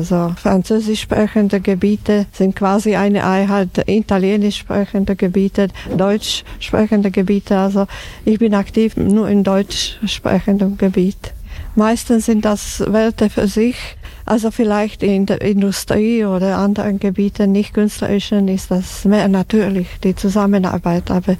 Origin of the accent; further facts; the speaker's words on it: Slovakia; moved away as an adult; now in Switzerland; Das sind meine Wurzeln. Ich komme aus der Slowakei und ja, das kann ich nicht leugnen, will nicht leugnen. Dass ich bin hier aufgewachsen, meine jungen Jahre habe ich hier verbracht. Also ich ging erst in meinem Mittelalter in die Schweiz. Also hat mich, ich kann so sagen, die Slowakei viel mehr geprägt als die Schweiz